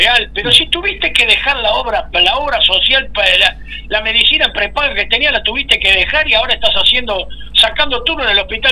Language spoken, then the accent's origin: Spanish; Argentina; nosotros somos resilientes porque somos argentinos